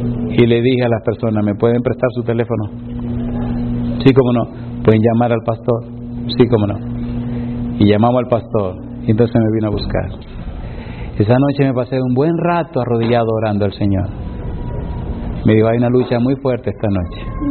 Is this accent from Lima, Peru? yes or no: yes; Ñaña, Lima, Peru